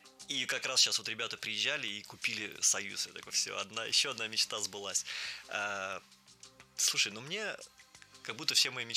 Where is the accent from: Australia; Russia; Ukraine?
Russia; мы из России